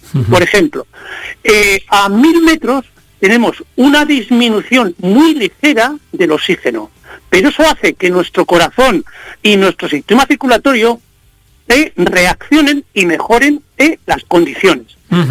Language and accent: Spanish; La Rioja, Spain; now in Soria, Spain; yo soy riojano, nací en La Rioja. Uh-huh. Vivo en Soria desde hace más de 40 años.